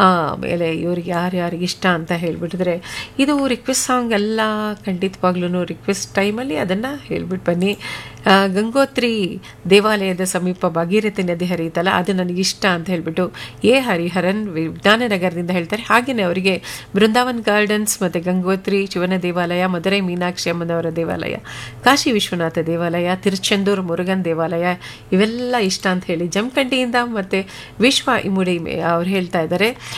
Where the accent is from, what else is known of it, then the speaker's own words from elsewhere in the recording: Kodagu, Karnataka, India; ಅಂಡಮಾನ್ ಇದೆಲ್ಲರ ಜೊತೆಗೆ ನಮ್ಮ ಊರು ಕೂರ್ಗ್ ಇದೆಯಲ್ಲ, ಅಲ್ಲಿ ಪುಷ್ಪಗಿರಿ ಅಂತ ಇದೆ